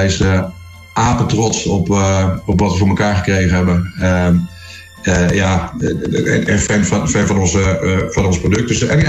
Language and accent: Dutch; Zwolle, Overijssel, Netherlands; Ik kom uit Zwolle, zeg maar, dus we hebben seizoenskaarten bij PEC.